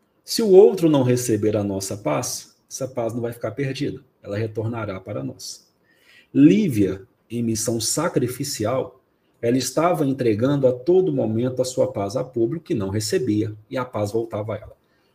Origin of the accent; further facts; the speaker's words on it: Minas Gerais, Brazil; Carol, eu sou mineiro, né?